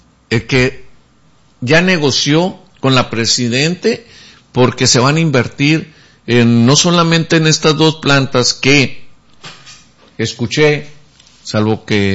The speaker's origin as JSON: {"language": "Spanish", "town": "Mexicali", "region": "Baja California", "country": "Mexico", "said": "cuando somos de aquí de Mexicali"}